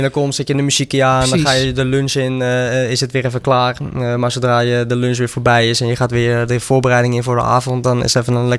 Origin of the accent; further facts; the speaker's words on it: Netherlands; waar kom je vandaan? Ja, uit Nederland.